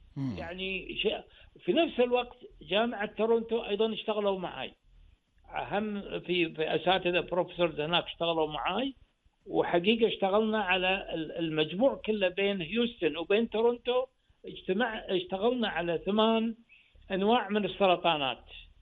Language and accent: Arabic; Kuwait; عندنا بالكويت